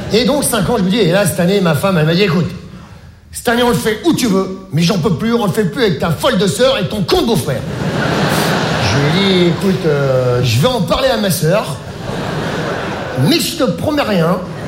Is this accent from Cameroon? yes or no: no; Morocco; born there